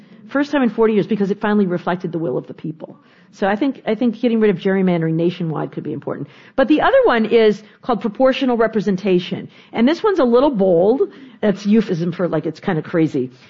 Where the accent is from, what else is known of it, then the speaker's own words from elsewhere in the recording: Michigan, United States; We've done it in my home state of Michigan.